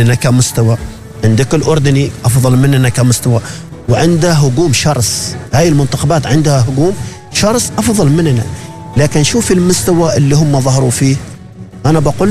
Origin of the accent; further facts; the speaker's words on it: Oman; إحنا كعمانيين